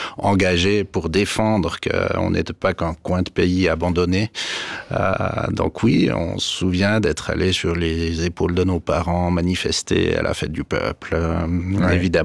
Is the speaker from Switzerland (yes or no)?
yes; Delémont, Jura, Switzerland; also born or lived in Paris; Moi, j'ai grandi à Delémont, donc on a grandi dans ce terrain d'indépendance